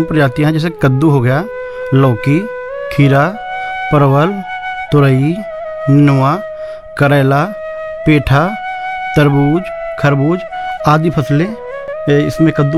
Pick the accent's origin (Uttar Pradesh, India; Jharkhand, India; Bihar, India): Uttar Pradesh, India; Mankapur; ग्राम office Bhitaura Mankapur का रहने वाला हूँ।